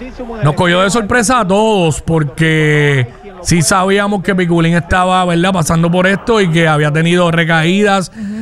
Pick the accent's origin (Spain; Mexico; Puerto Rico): Puerto Rico; Cabo Rojo; soy del área suroeste, específicamente de Cabo Rojo, que todos sabemos que los que somos de Cabo Rojo